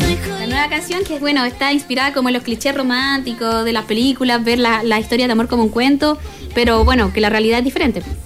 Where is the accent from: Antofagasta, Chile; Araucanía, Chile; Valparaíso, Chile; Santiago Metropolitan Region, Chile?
Santiago Metropolitan Region, Chile; Santiago; Sí, de acá de Santiago, sí.